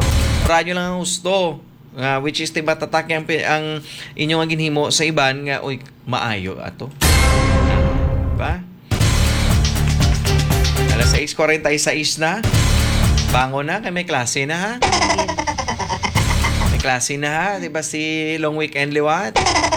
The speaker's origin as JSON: {"language": "Tagalog", "town": "Bacolod", "region": "Western Visayas", "country": "Philippines", "said": "Ako ay taga Bacolod, dito ko eskwela"}